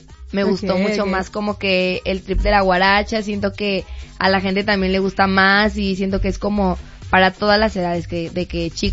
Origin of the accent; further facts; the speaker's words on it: Tijuana, Baja California, Mexico; pero vengo de Tijuana.